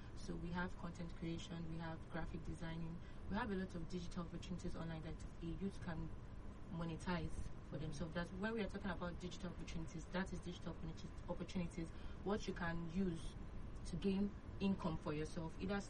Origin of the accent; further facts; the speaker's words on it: Nigeria; as Nigerian youth